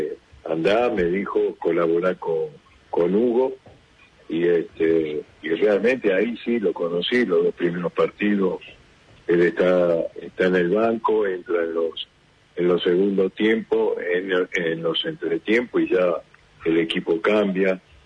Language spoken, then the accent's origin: Spanish; Buenos Aires, Argentina; No, digo, nací en el Pirovano, y siempre estuve en capital